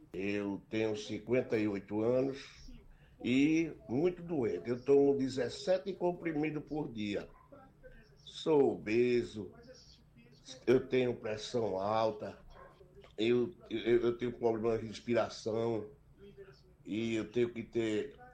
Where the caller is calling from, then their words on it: Limoeiro, Pernambuco, Brazil; Boa tarde, ouvintes da Jornal FM 99.5, Limoeiro, Pernambuco. … aqui da subestação.